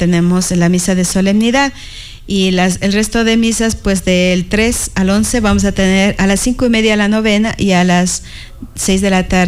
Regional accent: Pujilí, Cotopaxi, Ecuador; Sí, yo soy de Cotopaxi, del cantón Pujilí.

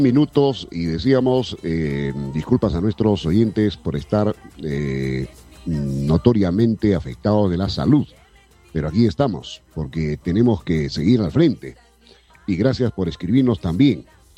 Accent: Peru; Y efectivamente, soy bien peruano, bien patriota.

